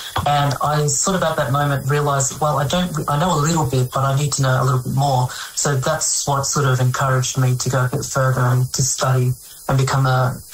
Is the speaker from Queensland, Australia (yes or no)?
yes; Bundaberg, Queensland, Australia; I grew up in Bundaberg, my hometown.